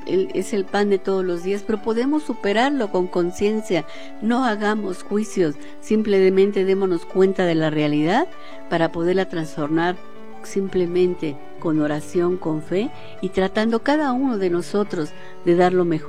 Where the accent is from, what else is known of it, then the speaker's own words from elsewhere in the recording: Mexico; volvamos a estar unidos como lo que somos, mexicanos.